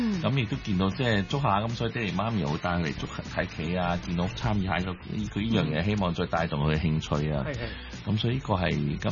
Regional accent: Hong Kong; 我哋香港人

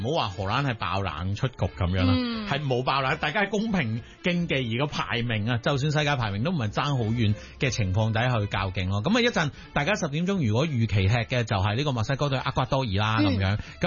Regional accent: Hong Kong; 我哋香港人食开嗰种麻辣

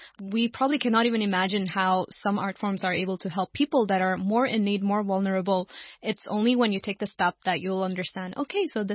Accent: Hong Kong; if we're growing up here in Hong Kong

